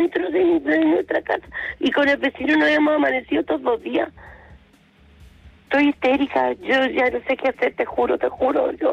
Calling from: Maipú, Santiago Metropolitan Region, Chile; Mire, yo soy de Maipú

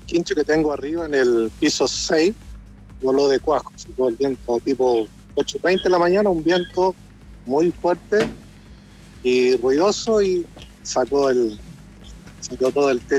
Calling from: Santiago, Santiago Metropolitan Region, Chile; De la comuna de Ñuñoa, Santiago.

